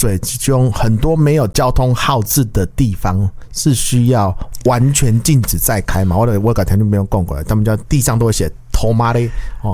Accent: Taiwan

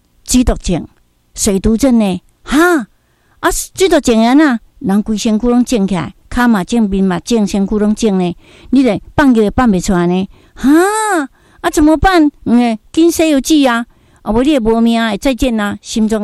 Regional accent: Daegu, North Gyeongsang, South Korea; 我的故乡在大邱，因为我是大邱人哈。

